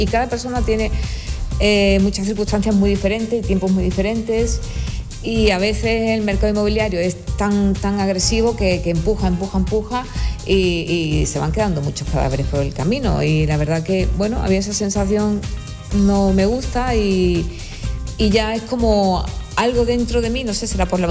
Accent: Algeciras, Andalusia, Spain; also born or lived in Barcelona; soy de Algeciras. Tengo 55 años para 56.

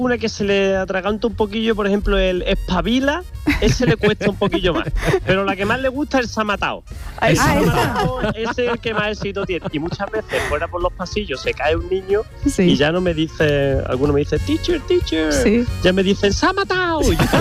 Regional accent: Málaga, Andalusia, Spain; now in Vietnam; aquí estamos en mi tierra, en Málaga, de vacaciones

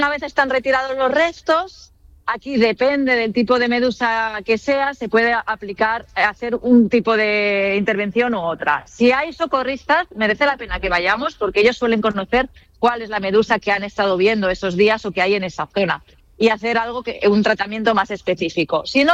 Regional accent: Catalonia, Spain; que soy de cerca de Barcelona

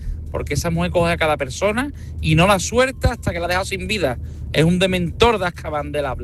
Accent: Cádiz, Andalusia, Spain; Aquí soy de Cádiz.

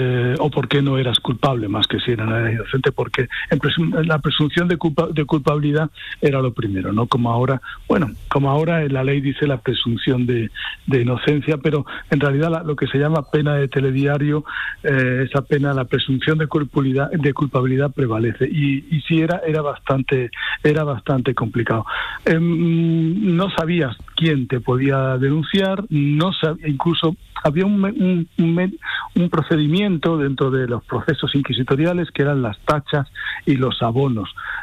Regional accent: Paymogo, Andalusia, Spain; Soy andevaleño, sí, soy de Paimogo, onubense, efectivamente.

